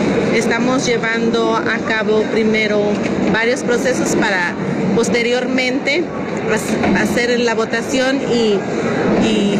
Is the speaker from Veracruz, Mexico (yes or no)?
yes; Ixhuatlán de Madero, Veracruz, Mexico; vengo de la comunidad de La Pita, municipio de Izhuatlán de Madero.